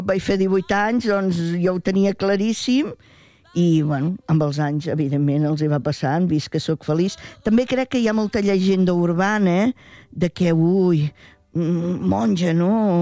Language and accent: Catalan; Reus, Catalonia, Spain